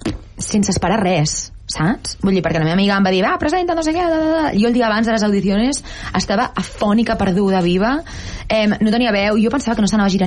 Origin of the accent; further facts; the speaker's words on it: Barcelona, Catalonia, Spain; que jo vinc del Raval